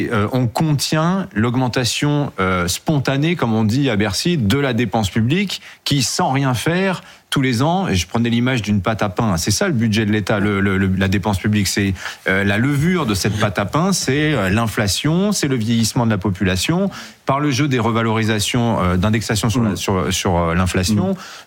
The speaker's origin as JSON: {"language": "French", "town": "Lyon", "region": "Auvergne-Rhône-Alpes", "country": "France", "said": "je suis l'OL, je suis lyonnais avant tout."}